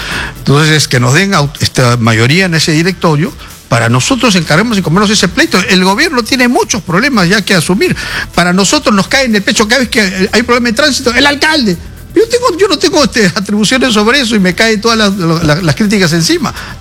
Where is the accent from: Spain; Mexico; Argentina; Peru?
Peru; Tú sabes cómo somos los peruanos